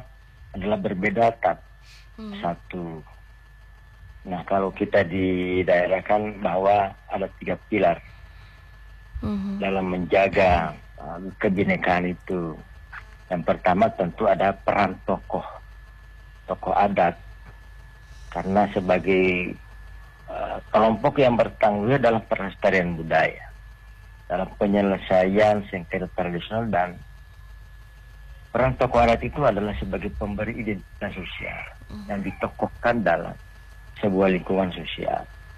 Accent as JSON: {"language": "Indonesian", "region": "Gorontalo", "country": "Indonesia", "said": "Sebagai warga Gorontalo, masyarakat di Limboto khususnya Kabupaten Gorontalo itu berdampingan dengan damai."}